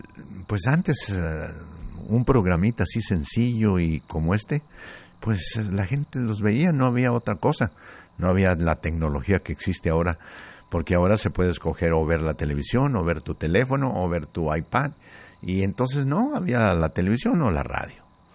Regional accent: Zacatecas, Mexico; moved away as an adult; now in Los Angeles, United States; fuimos hasta Zacatecas, a filmar la casa donde yo nací, donde yo jugaba, el colegio donde yo estudié, donde hice la primaria, la secundaria, la preparatoria

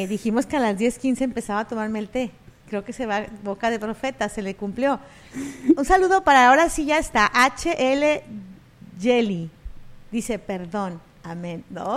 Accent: Monterrey, Nuevo León, Mexico; Sí, yo soy de Monterrey, bellísima.

